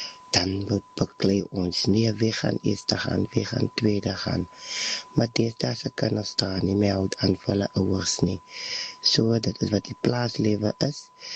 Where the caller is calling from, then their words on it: Robertson, Western Cape, South Africa; ek is hier van die Robertson.